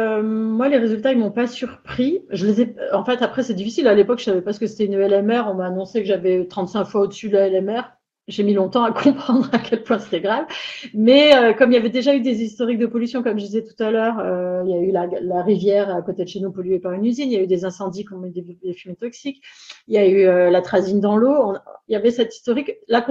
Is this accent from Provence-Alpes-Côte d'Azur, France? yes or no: yes; Provence-Alpes-Côte d'Azur, France